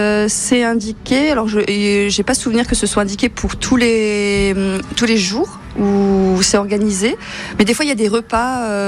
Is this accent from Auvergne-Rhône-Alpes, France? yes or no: no; Metz, Grand Est, France; je viens de Metz-Manny et je viens de tester les petites cantines.